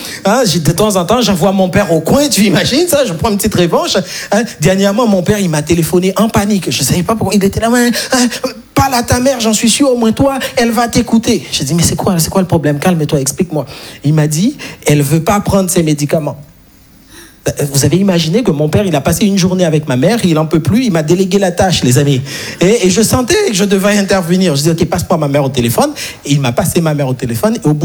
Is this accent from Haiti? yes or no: yes; Haiti; Moi, je suis très frileux, je ne vais pas vous mentir, parce que je suis né et grandi en Haïti, et en Haïti, on n'a pas les 4 saisons